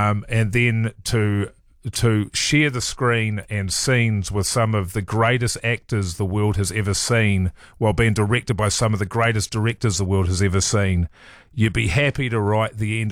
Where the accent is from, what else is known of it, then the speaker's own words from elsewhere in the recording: New Zealand; as a New Zealander.